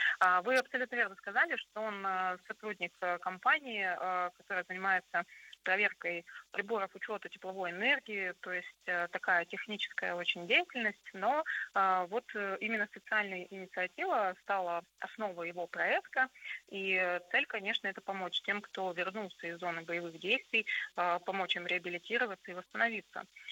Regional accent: Arkhangelsk, Arkhangelsk Oblast, Russia; Но так как мы из Архангельска, мы у него спросили, а чем же из Архангельской области мы хотим презентовать этот проект.

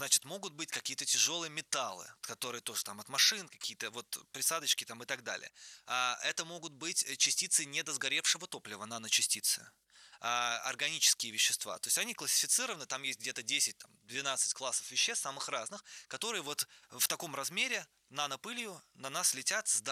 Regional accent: Chernogolovka, Moscow Oblast, Russia; now in Moscow, Russia; я как раз вырос в Подмосковье, в Черноголовке.

